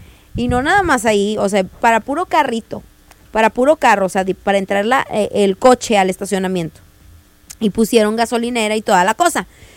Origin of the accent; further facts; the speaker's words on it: Monterrey, Nuevo León, Mexico; así somos los regios